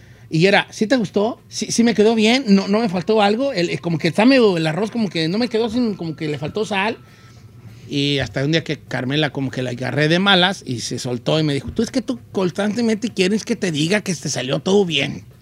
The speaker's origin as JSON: {"language": "Spanish", "town": "Guadalajara", "region": "Jalisco", "country": "Mexico", "said": "Es que yo soy de Guadalajara."}